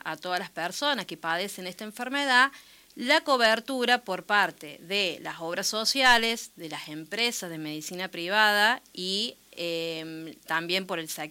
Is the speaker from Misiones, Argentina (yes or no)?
no; Villa Mercedes, San Luis, Argentina; now in Río Cuarto, Argentina; Yo soy de acá, oriunda de Villa Mercedes, pero me encuentro viviendo en la ciudad de Río Cuarto.